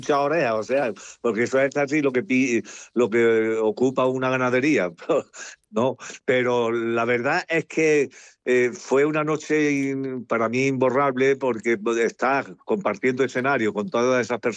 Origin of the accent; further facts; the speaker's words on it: Andalusia, Spain; como tú bien sabes, como andaluces que somos, es un dicho que se dice cortó con 8 o 9 orejas